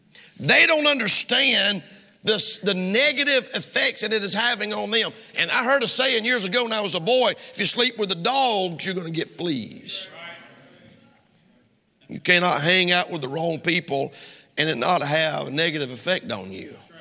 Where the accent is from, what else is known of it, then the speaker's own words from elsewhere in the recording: Georgia, United States; accent: Southern drawl; moved away; every time I go to visit family down south in Georgia and I come back, my drawl is worse. My accent is worse.